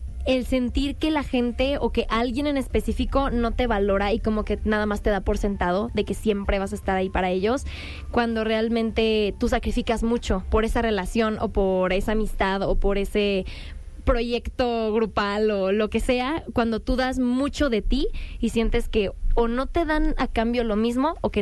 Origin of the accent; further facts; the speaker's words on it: Querétaro, Mexico; Nosotras somos queretanas